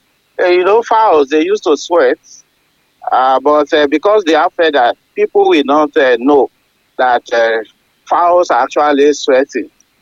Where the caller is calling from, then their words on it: Ibadan, Oyo, Nigeria; I'm calling from Ibadan.